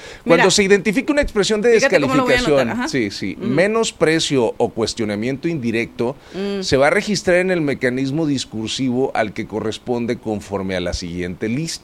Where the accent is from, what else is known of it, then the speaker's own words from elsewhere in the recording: Mexico; me siento como un mexicano representado en este asunto.